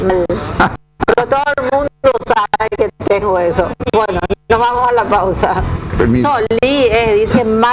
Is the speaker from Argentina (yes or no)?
no; Lambaré, Central, Paraguay; Y yo soy de Lambaré